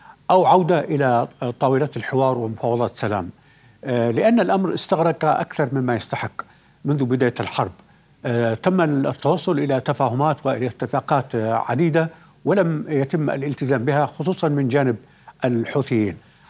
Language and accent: Arabic; Yemen; قناعتي كيمني